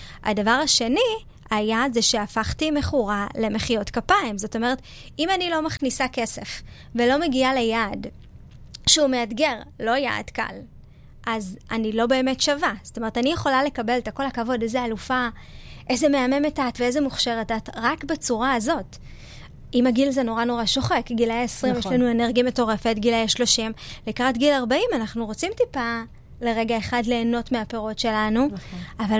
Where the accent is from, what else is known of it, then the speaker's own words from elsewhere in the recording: Ashkelon, Southern District, Israel; moved away; אני נוסעת לאשקלון להשכרה של אבא שלי, ואני מבקשת מגל, אני אומרת לו, בוא נעבור בשכונה שגדלתי